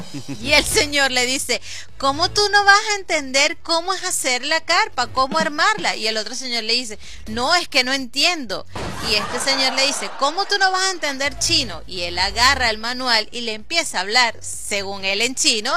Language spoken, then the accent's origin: Spanish; Venezuela; toda la tragedia que hemos estado pasando como venezolanos